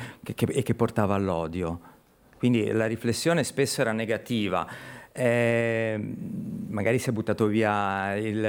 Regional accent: Chiavari, Liguria, Italy; Esatto, e poi comunque sono sempre tornato a Chiavari. Me ne sono reso conto di quanto sia attaccato alla mia terra andando a vivere al di là

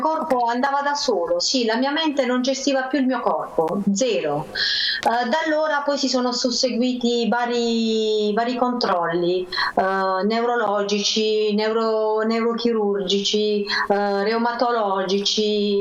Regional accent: Apulia, Italy

